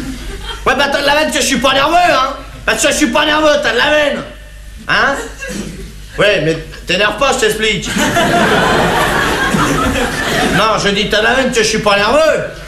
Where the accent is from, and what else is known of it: France